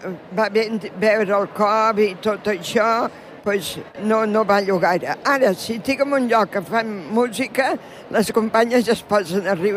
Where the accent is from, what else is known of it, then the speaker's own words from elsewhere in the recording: Barcelona, Catalonia, Spain; Tota la vida a Barcelona, a les meves famílies tothom són de Barcelona i de Catalunya